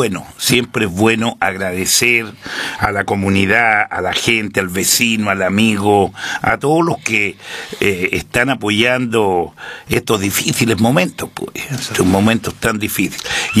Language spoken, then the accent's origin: Spanish; Chile; mi primer amigo que yo tuve fue Guillermo, porque nos criamos juntos ahí en la COPEC.